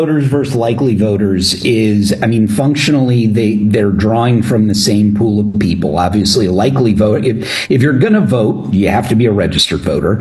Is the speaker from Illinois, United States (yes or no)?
yes; Illinois, United States; my home state, Illinois